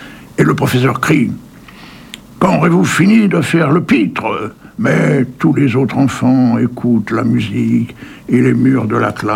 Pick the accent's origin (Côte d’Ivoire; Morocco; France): France; Hauts-de-France; Tu sais que je suis un ch'timi, moi.